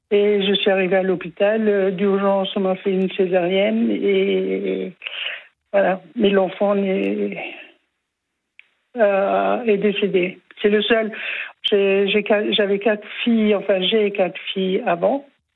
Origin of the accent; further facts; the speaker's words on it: Strasbourg, Grand Est, France; Alors, nous, on habite à la campagne, enfin, mais je suis originaire de Strasbourg et j'étais chez mes parents.